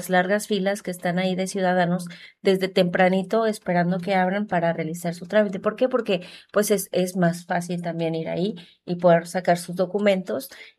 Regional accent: Mexico; Tengo mis ojos rasgaditos, pero sí, soy muy mexicana, 100% mexicana.

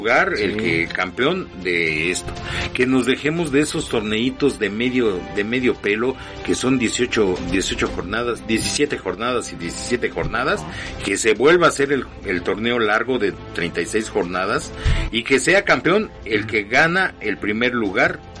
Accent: Mexico; Y bueno, pues qué le digo, como mexicano, pues sí, me gustaría que ganara México.

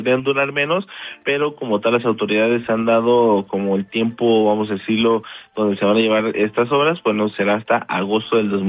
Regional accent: Mexico

